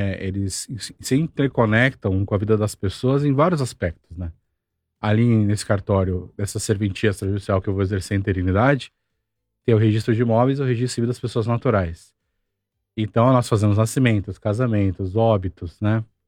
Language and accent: Portuguese; São Paulo, Brazil; moved away as an adult; now in Nova Prata, Brazil; eu sou de São Paulo